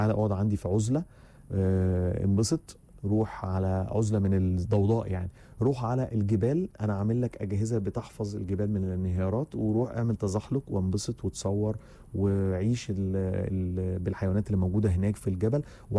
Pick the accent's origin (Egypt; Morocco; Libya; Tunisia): Egypt; انا هعمل حلقة كاملة عن مواعيدنا كمصريين بجد والله